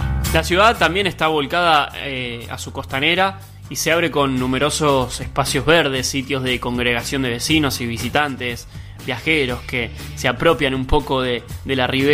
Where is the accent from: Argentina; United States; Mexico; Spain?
Argentina; dentro de nuestra Argentina querida